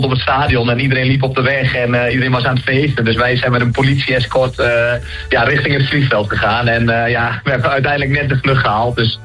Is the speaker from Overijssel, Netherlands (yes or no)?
yes; Overijssel, Netherlands; Ja, ik kom uit Twente.